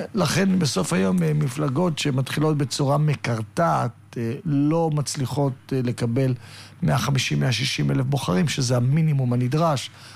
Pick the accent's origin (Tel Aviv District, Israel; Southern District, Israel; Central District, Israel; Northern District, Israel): Tel Aviv District, Israel; Holon; אגב, אני מכיר לא מעט משפחות, במיוחד במקום שאני גדלתי, בו אני גדלתי בחולון, בשכונת תל גיבורים